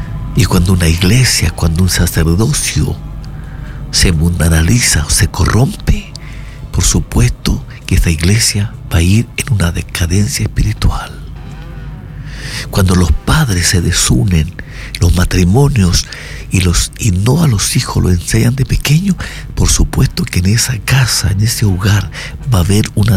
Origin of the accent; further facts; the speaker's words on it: Chile; En mi país, Chile